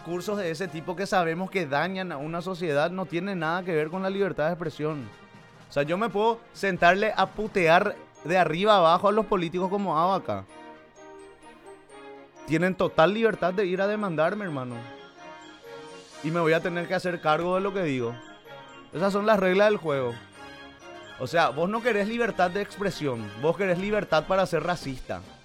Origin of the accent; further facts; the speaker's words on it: Paraguay; no soy paraguayo